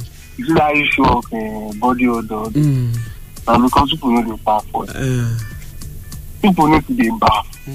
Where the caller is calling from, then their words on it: Nigeria; I'm calling from Masaba.